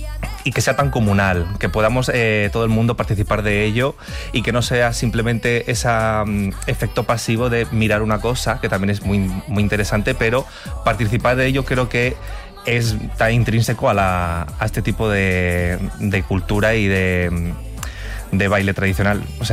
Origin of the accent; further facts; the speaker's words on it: Valladolid, Castile and León, Spain; moved away; also born or lived in Seville; me fui de mi tierra, que yo soy de Valladolid.